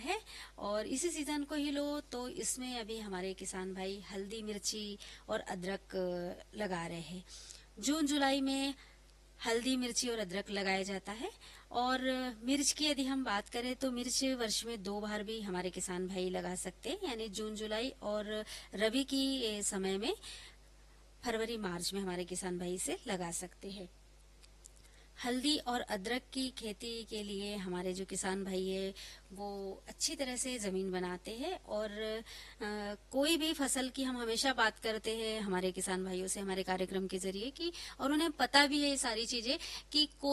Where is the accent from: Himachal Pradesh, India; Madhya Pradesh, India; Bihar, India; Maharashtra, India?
Madhya Pradesh, India; हमारे बैतूल जिले में